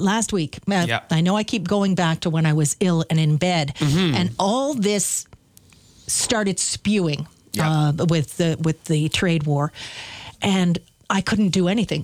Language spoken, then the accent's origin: English; Canada; as a Canadian